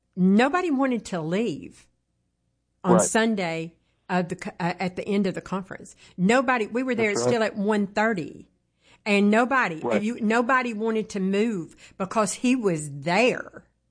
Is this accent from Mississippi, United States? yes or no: yes; Mississippi, United States; Mississippi, because, you know, that's my home state.